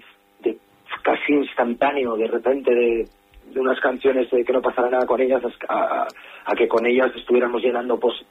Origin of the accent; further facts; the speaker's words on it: Asturias, Spain; al final somos asturianos